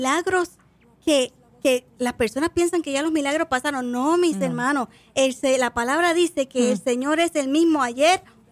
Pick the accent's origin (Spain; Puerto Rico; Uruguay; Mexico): Puerto Rico; Fajardo; born there; Nací en Fajardo, Puerto Rico. Nací en un carro.